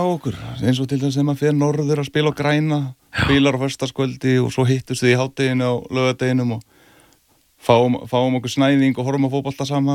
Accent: Reykjavík, Capital Region, Iceland; Já, ég er ólst upp í Árbænum.

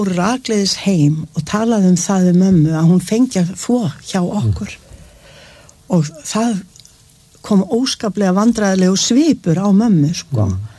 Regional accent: Capital Region, Iceland; ég alinn upp á Berðþórugötunni sem var eiginlega fátækra hverfi

